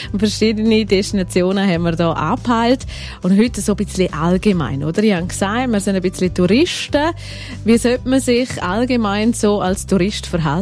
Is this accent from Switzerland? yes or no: yes; Switzerland